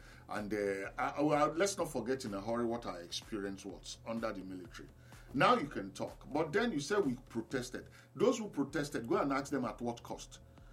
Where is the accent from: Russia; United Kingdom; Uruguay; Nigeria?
Nigeria; I'm a Nigerian too.